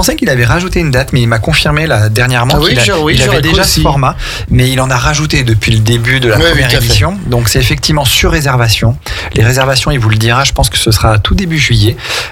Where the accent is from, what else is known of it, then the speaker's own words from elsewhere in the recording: Nice, Provence-Alpes-Côte d'Azur, France; moved away; je suis originaire de la ville de Nice, et quand j'y retourne maintenant pour voir la famille, je le découvre ou je la redécouvre en tant que touriste.